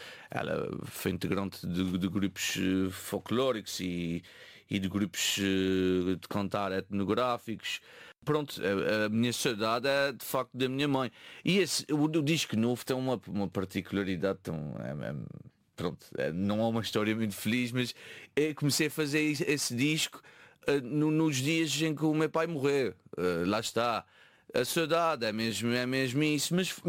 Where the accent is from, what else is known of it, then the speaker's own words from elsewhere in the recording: Azores, Portugal; E tudo, o temor a Deus que existe muito na minha terra...